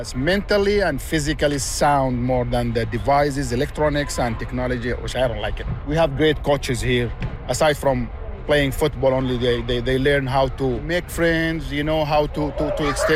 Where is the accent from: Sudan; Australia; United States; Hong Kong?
Sudan; moved away; I'm from Sudan